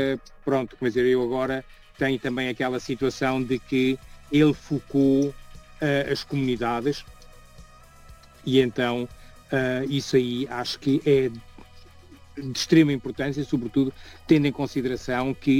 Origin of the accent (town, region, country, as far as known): Portugal; now in Germany